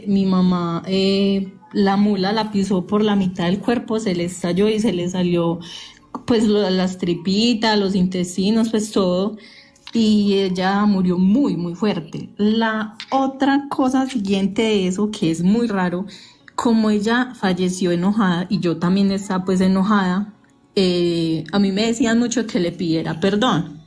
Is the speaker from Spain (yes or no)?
no; Medellín, Antioquia, Colombia; Yo soy de Medellín y mi mamá iba pues de viaje en moto con mi padrastro para un pueblo que se llama San Roque, Antioquia.